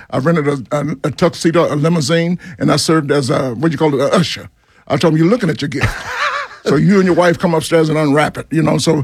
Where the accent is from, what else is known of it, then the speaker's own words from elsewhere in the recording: Brookhaven, Georgia, United States; All over. I grew up in Brookhaven.